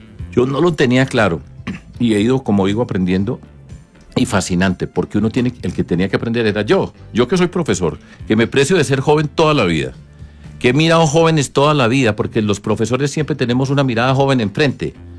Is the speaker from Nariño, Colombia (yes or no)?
no; Medellín, Antioquia, Colombia; now in Bogotá, Colombia; yo que vengo de Medellín, he vivido muchos años acá y amo mi tierra